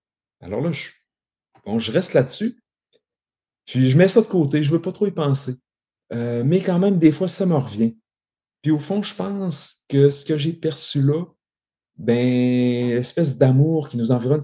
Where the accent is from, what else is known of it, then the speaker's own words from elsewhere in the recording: Saint-Prime, Quebec, Canada; Alors, je suis originaire de Saint-Prime, un petit village du lac Saint-Jean, un petit village agricole de campagne situé entre Roberval et Saint-Félicien.